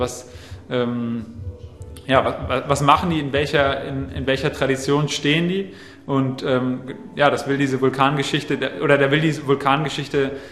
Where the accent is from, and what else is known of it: Marburg, Hesse, Germany; now in Halle, Germany